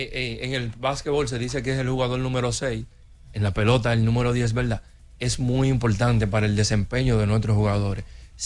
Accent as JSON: {"language": "Spanish", "country": "Dominican Republic", "said": "nosotros como dominicanos"}